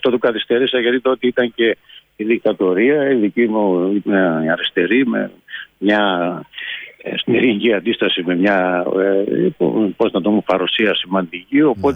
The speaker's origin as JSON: {"language": "Greek", "town": "Panagia", "country": "Greece", "tie": "born or raised there", "said": "να έρχομαι περισσότερο από μια φορά τον χρόνο στη Παναγία, στο χωριό μου δηλαδή"}